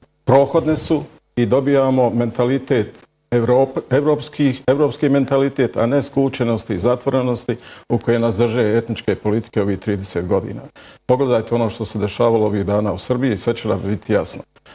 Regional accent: Bosnia & Herzegovina; Ja mogu sad pitati i učesnika ovdje zašto ja i Peđa kao Srbi već 30 godina ne možemo biti kandidati za člana predsjedništva.

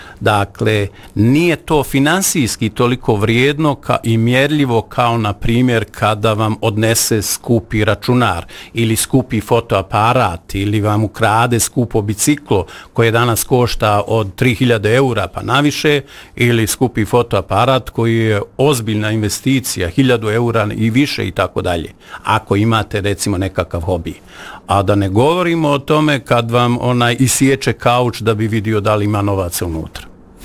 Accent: Bosnia & Herzegovina; Ja govorim narodnim riječnikom, inače kao atipični Bosanac

